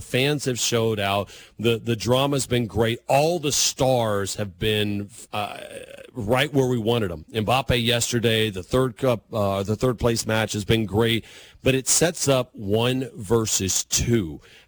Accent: Louisiana, United States; I'm this Cajun kid from Louisiana.

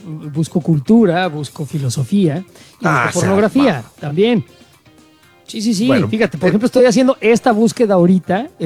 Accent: Mexico; porque soy mexicano y llevo 57 años en esta tierra

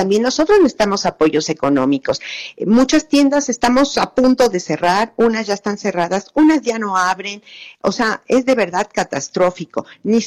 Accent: Mexico; Y me siento como mexicana tan impotente, tan impotente.

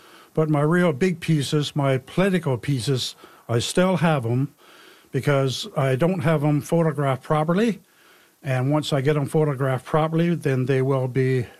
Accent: Newfoundland and Labrador, Canada; also born or lived in Corner Brook / St. John's; I was reared up here in Port Oshawa.

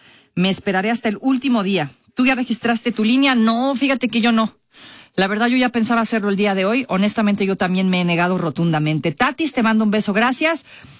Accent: Mexico; Como buen mexicano, hasta el último día, así va a ser, así va a pasar.

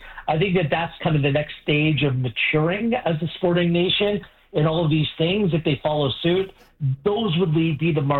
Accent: Canada; Well, just being a Canadian

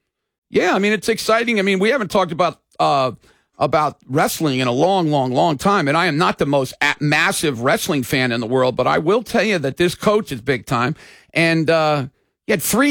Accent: Maryland, United States; I come down from Maryland, and, you know, wrestling in back in Maryland was not very big, but I knew some of the wrestlers.

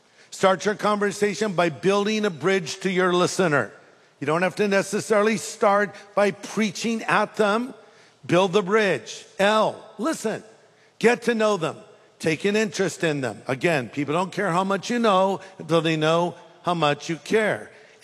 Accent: California, United States; And outdoorsman, I'm not. I'm from California.

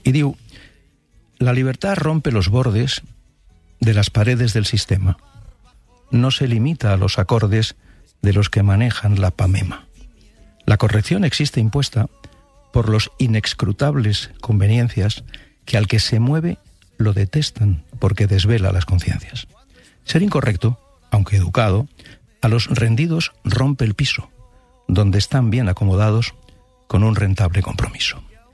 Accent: Barcelona, Catalonia, Spain; born there; Recordo que al meu barri, a Sant Gervasi

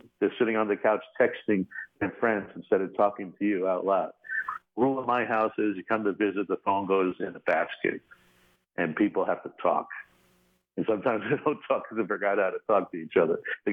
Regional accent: Brentwood, New York, United States; also born or lived in San Antonio, Texas; Then back to my parents' roots in New York. They were both born in Brooklyn. Lived on Brentwood, Long Island, believe it or not. It was a beautiful place as I was growing up as a kid.

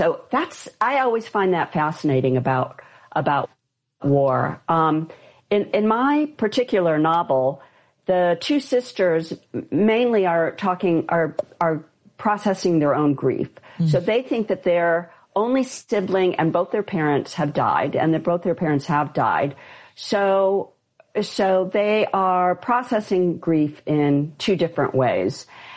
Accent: Cleveland, Ohio, United States; moved away as an adult; I grew up in Cleveland, Ohio. Yeah. My dad and my sister still live there. And then I went back east to college, as they say. Like, to me, it's not back east. It's just east. Mm-hmm. Then I moved out to California, and I've been here ever since.

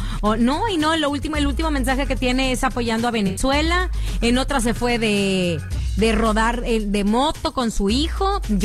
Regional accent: Mexico; Que lo que estamos viviendo como mexicanos no esté manchado

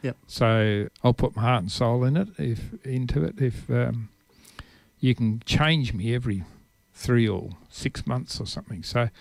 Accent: Margaret River, Western Australia, Australia; also born or lived in Witchcliffe / Busselton; I was born in Margaret River Hospital

